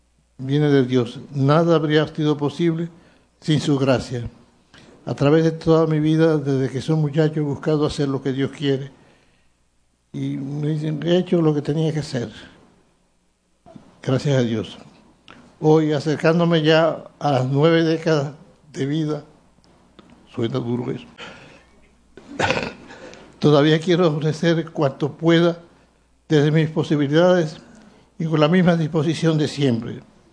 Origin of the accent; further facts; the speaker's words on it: Dominican Republic; seguiré sirviendo a la Iglesia y a mi pueblo amado dominicano hasta el último día de mi vida.